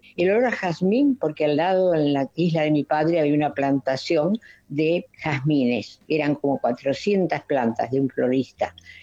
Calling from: Tigre, Buenos Aires Province, Argentina; de Tigre.

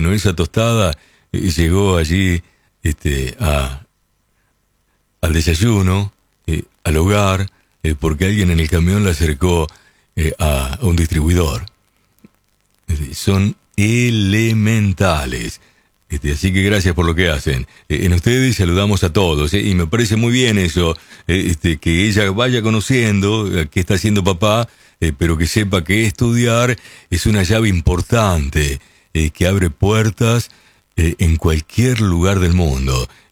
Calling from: La Plata, Buenos Aires Province, Argentina; de La Plata, 61 años, empleado ferroviario en actividad.

